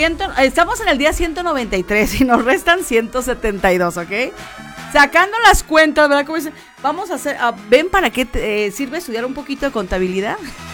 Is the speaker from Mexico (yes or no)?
yes; Mexico; somos una chulada los mexicanos